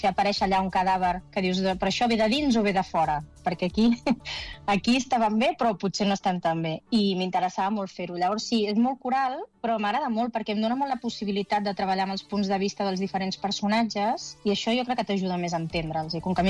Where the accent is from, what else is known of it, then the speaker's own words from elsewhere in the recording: El Prat de Llobregat, Catalonia, Spain; jo sóc del Prat